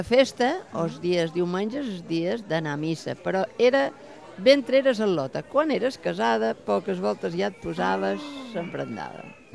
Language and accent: Catalan; Santa Gertrudis de Fruitera, Balearic Islands, Spain; now in Ibiza Town, Spain; jo he nascut a Santa Gertrudis.